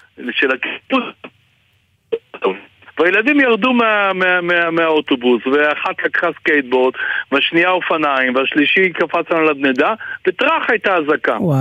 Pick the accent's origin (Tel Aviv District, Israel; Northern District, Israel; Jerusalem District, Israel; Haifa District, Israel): Haifa District, Israel; Haifa; now in Kibbutz Adamit, Israel; מקריית חיים